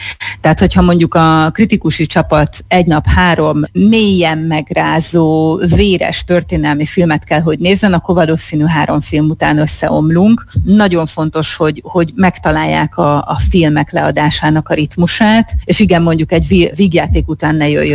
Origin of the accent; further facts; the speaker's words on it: Hungary; mint én magyarként